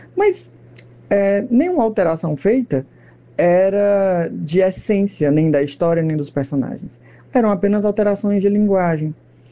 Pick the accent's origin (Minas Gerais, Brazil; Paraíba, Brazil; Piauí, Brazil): Piauí, Brazil; Teresina; Eu sou de Teresina, no Piauí, no Nordeste.